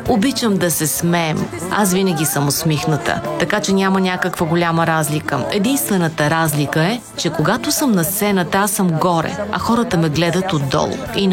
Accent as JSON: {"language": "Bulgarian", "town": "Žitorađa", "region": "Southern and Eastern Serbia", "country": "Serbia", "tie": "born or raised there", "said": "И когато се върна в моето родно място, Житораджа, където съм родена, макар че повече от 30 години не живея там"}